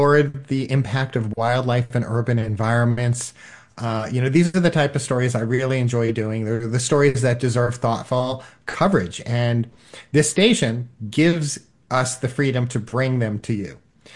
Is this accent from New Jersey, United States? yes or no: yes; Washington Township, New Jersey, United States; I grew up in Washington Township in Bergen County, New Jersey. I grew up on a man-made lake, not a giant lake